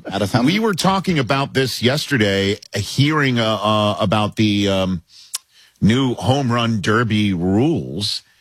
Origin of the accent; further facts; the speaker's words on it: New York City, New York, United States; I'm from New York City. That's just up, you know, the Acela. That's just up the turnpike.